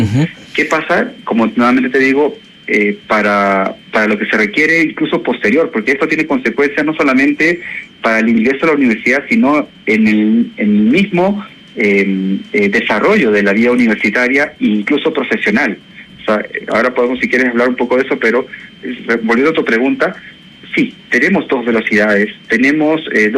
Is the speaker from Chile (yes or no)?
yes; Santiago, Santiago Metropolitan Region, Chile; moved away as an adult; now in Peru; de donde yo vengo, en Santiago de Chile